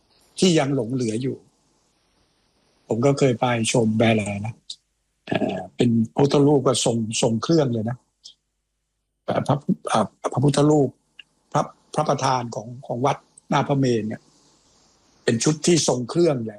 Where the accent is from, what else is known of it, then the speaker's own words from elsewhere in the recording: Ayutthaya, Phra Nakhon Si Ayutthaya, Thailand; ใช่เด็กหัวรอ